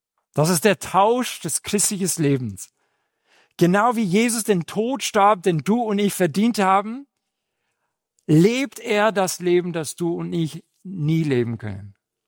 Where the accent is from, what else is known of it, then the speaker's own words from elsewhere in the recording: Madrid, Community of Madrid, Spain; German is a second language; also born or lived in Seville / Chicago; now in Fischbach, Germany; Ich bin in Großstadt Madrid aufgewachsen, bin in Sevilla geboren, Madrid aufgewachsen, dann bin ich umgezogen in die Nähe von Chicago und jetzt wohne ich in der nächste große Weltstadt Fischbach.